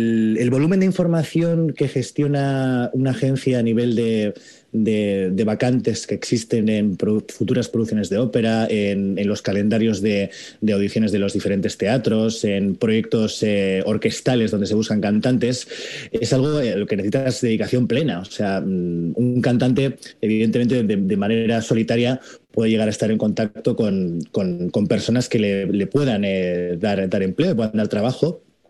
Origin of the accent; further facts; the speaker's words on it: Bilbao, Basque Country, Spain; Yo soy de Bilbao, del País Vasco